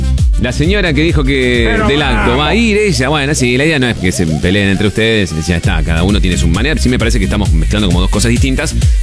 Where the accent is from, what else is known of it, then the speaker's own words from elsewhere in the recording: Santa Clara de Buenavista, Santa Fe, Argentina; de Santa Clara de Buenavista.